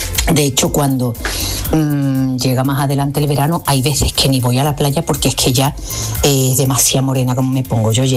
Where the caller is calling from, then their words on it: Cádiz, Andalusia, Spain; de Cádiz.